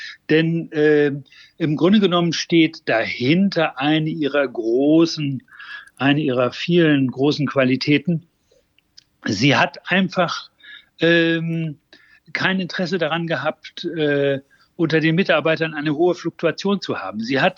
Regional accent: Hamburg, Germany; zumindest in Berlin und ich glaube auch in Hamburg, wo ich herkomme, schon die ersten Frauenbuchläden

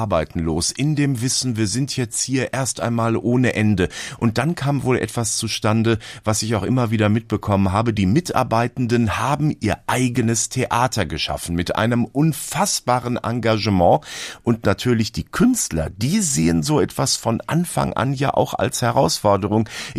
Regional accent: North Rhine-Westphalia, Germany; Ich komme ja aus dem Ruhrgebiet

